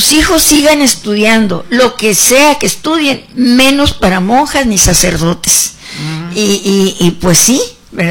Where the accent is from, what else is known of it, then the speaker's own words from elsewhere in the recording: Mexico; todo lo que nos habían hecho pues a los mexicanos, ¿no? A México, lo que nos habían quitado